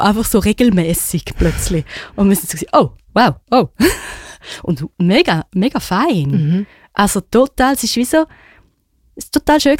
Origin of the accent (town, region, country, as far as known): Switzerland; born there